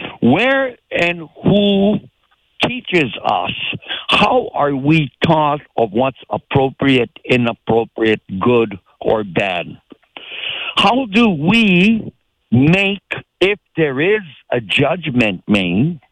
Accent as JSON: {"language": "English", "region": "Hawaii", "country": "United States", "said": "This is my homeland. I am a Hawaiian sovereign citizen holding a dual citizenship because I am not recognized, acknowledged as a sovereign Hawaiian citizen of a nation that exists without a government."}